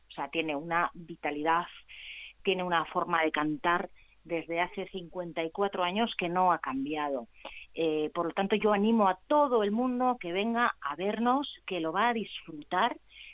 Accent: Bilbao, Basque Country, Spain; Yo he crecido con mis aitas, ¿eh? Sí. Ya sabes que nosotros somos todos de Bilbao.

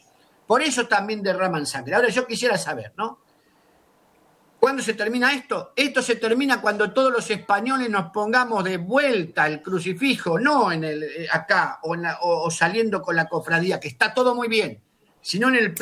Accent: Argentina; yo que vengo de la Argentina

